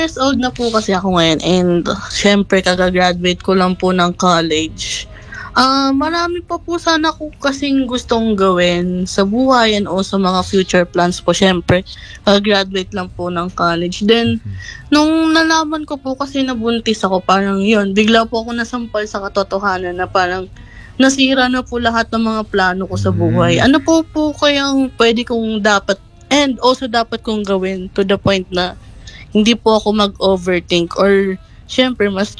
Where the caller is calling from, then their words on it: Navotas, Metro Manila, Philippines; I'm from Navotas po.